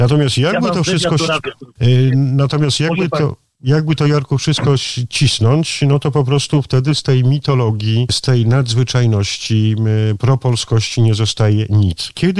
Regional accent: Lublin Voivodeship, Poland; bo jestem prosty chłopak z Zamojszczyzny

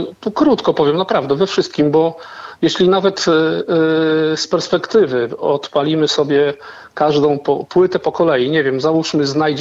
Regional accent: Kętrzyn, Warmian-Masurian Voivodeship, Poland; Ja jestem z Kętrzyna, także to jest jakieś 30 kilometrów od Węgorzewa. To jeden rejon.

